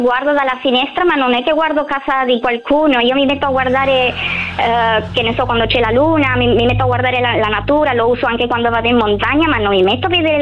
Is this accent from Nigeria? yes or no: no; Argentina; moved away; Sono argentina, allora sono italiana legalmente, ma sono cresciuta in Argentina e quindi il mio accento è un po' diverso.